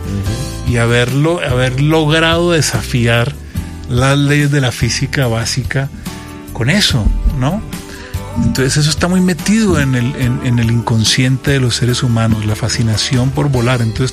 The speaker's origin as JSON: {"language": "Spanish", "town": "Ibagué", "region": "Tolima", "country": "Colombia", "tie": "born or raised there", "said": "Pero es que yo recuerdo de niño estar en Ibagué y ver un avión en el cielo y decir... Ese es mi papá."}